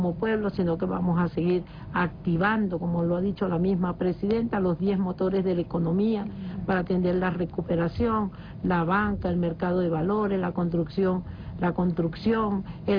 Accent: Venezuela; somos venezolanos, tú eres venezolano y yo también

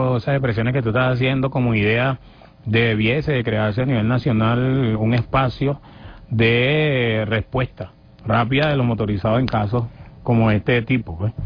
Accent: Venezuela; demostrar lo que realmente somos como venezolanos.

